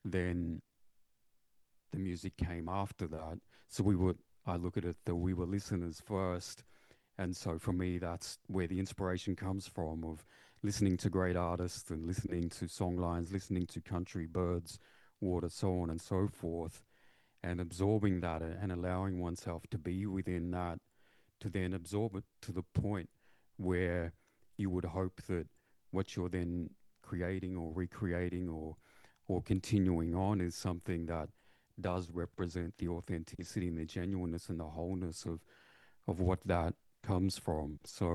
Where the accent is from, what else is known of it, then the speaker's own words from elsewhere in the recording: Victoria, Australia; myself being Yorta Yorta, born and raised on Yorta Yorta Waka, for instance, for me, that's something that's very prominent in terms of my very existence too. And it's part of why I moved back home from Ngarrum to be with the land